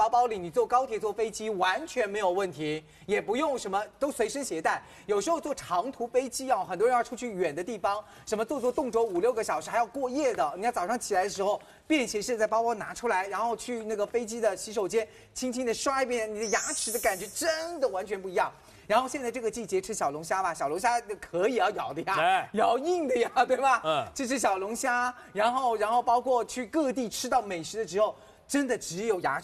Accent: Shanghai, China; 我上海人

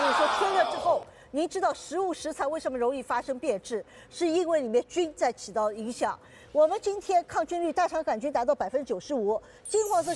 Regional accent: China; 而且我们中国人有喝温水的习惯，

